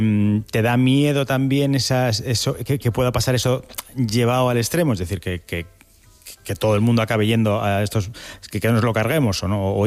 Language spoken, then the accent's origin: Spanish; Spain